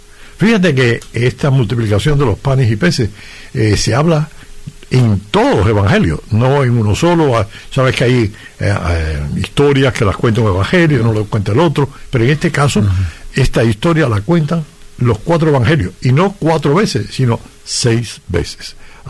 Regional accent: Cuba; moved away; No, en Cuba ya una vez que salí de Cuba.

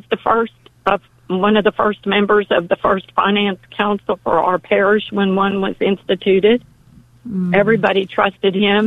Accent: Seeley, Texas, United States; I'm actually from Seeley, Texas, which is about 20 miles east of Columbus.

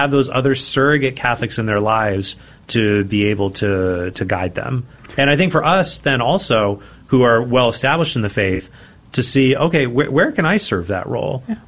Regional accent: Arizona, United States; now in Dallas-Fort Worth, United States; growing up in Arizona

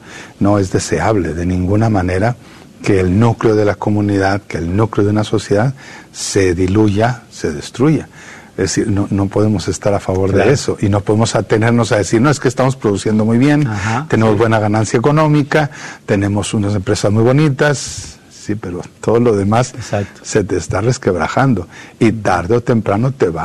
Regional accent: Parral, Chihuahua, Mexico; also born or lived in Ciudad Juárez; nosotros llegamos con una familia migrante, nos trasladamos de Parral, Chihuahua, al sur del estado de Chihuahua, en México, uh-huh. hacia Ciudad Juárez en 1980.

